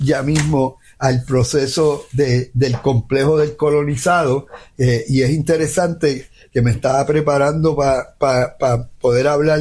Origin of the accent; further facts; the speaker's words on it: Puerto Rico; me preguntaban, adiós, pero tú eres de Puerto Rico y tienes un pasaporte americano